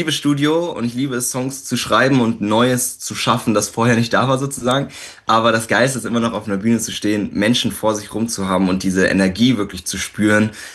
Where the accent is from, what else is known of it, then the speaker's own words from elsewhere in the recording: Landsberg am Lech, Bavaria, Germany; born there; moved away as an adult; now in Berlin, Germany; Ich bin ja auf dem Land aufgewachsen und mein Herz schlägt auch noch für Landsberg. Ich bin jetzt gerade in Berlin.